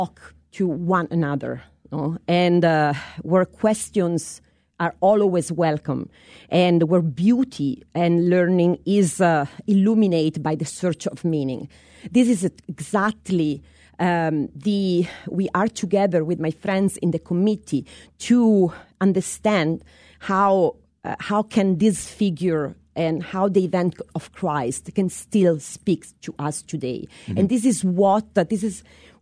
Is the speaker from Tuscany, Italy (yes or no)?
yes; Florence, Tuscany, Italy; now in United States; I am from Florence, the most beautiful city in the world.